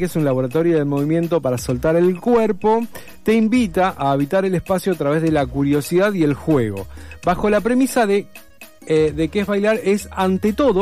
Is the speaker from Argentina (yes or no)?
yes; Argentina; por ahora somos argentinos, veremos.